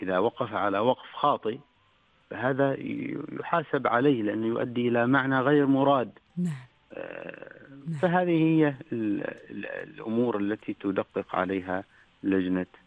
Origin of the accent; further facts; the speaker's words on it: Oman; accent: Omani; وعندما نتكلم في اللهجة العمانية نقول جيم